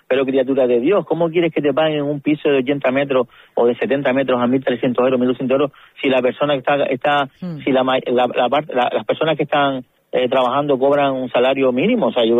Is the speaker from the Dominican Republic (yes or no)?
no; Lanzarote, Canary Islands, Spain; nosotros somos de la isla, tanto tú como yo de Mersa hemos tenido la oportunidad de hacer nuestro trabajo profesional aquí, de vivir aquí, de tener nuestra casa. Nuestros padres también vivieron aquí, nuestros abuelos